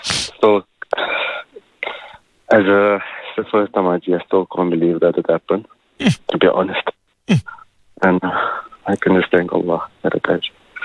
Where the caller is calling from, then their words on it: Cape Town, Western Cape, South Africa; I'm from South Africa, Cape Town.